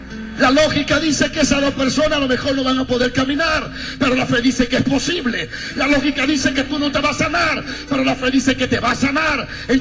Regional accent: Dominican Republic; Yo vine de República Dominicana a decirte que no existe en el diccionario de Dios la palabra límite.

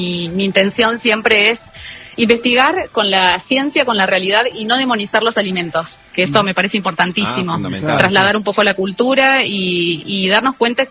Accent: Argentina; Como argentino, tan lejos de casa.

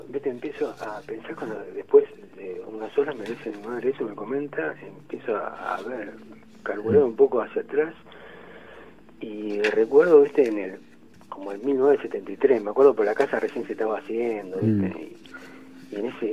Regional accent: Florencio Varela, Buenos Aires Province, Argentina; Florencio Varela.

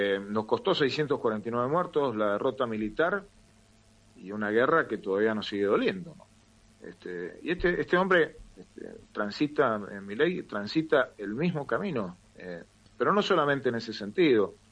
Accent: Argentina; me duele como argentino

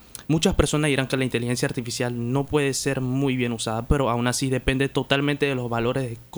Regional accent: Puerto Pilón, Colón, Panama; now in Villalondra, Panama; del corregimiento de Puerto Pilón y vivo en Villalondra, el pueblo.

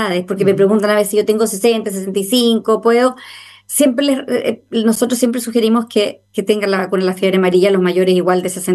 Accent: Jamaica; como somos ex colonia inglesa, en 1962 izamos la bandera de Jamaica

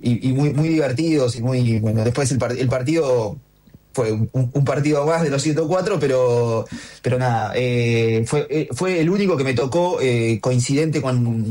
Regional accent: Allen, Río Negro, Argentina; Soy de Allen.

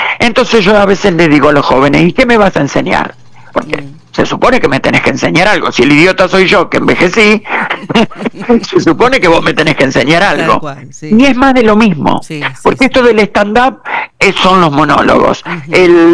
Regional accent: Santa Fe, Argentina; moved away as an adult; now in Paraná, Argentina; de estos 39 años, 24 son acá en Paraná, pero también hay otro tanto que yo hice en mi ciudad natal, que fue Santa Fe.

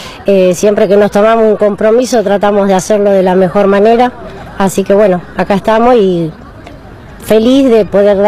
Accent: Vedia, Buenos Aires Province, Argentina; soy de Bedia.

